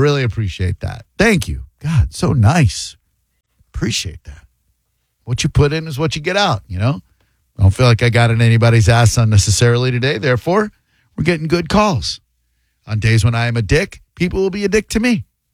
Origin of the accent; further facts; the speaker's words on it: Massachusetts, United States; One of the first ones I listened to by … because I'm from Massachusetts.